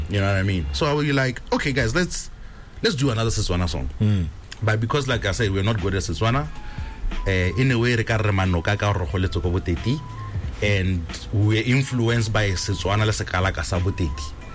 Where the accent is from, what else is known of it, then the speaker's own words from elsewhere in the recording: Orapa, Central District, Botswana; Like, I'm born and raised in Orapa, right?